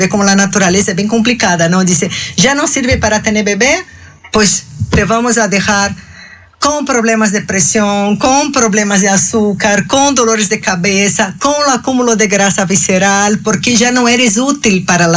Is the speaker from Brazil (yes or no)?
yes; Brazil; Spanish is a second language; moved away as an adult; now in Puebla, Mexico; Soy de Brasil, tengo acá desde 9 años.